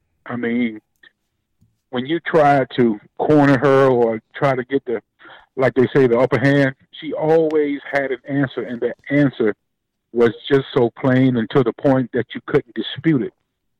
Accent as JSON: {"language": "English", "town": "Aiken", "region": "South Carolina", "country": "United States", "tie": "born or raised there", "moved": "yes", "said": "I grew up in Aiken, South Carolina, a little small city next to Augusta, Georgia."}